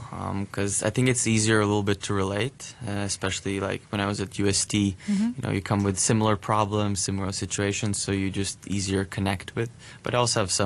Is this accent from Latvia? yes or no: yes; Latvia; English is a second language; I can potentially maybe bring something back also to my home country, like the ideas, some startups, some different mindsets.